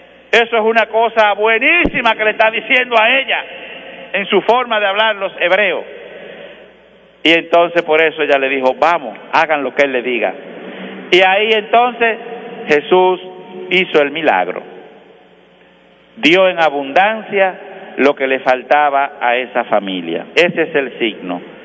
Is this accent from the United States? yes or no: no; Dominican Republic; los dominicanos tenemos dominicanismos